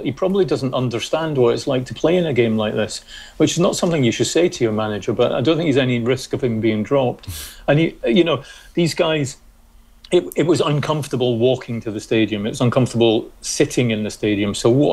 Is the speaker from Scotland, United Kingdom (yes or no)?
yes; Scotland, United Kingdom; You know, I'm Scottish